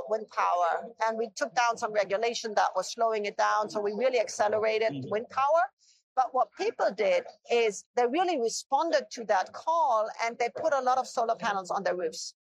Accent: Germany; I'm from Germany

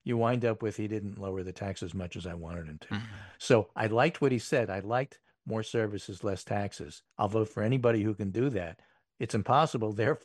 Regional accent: New York City, New York, United States; growing up in New York City.

